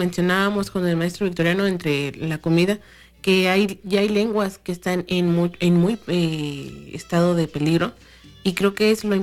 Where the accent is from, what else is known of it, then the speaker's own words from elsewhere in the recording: Mexico; De nosotros como mexicanos, de nuestra historia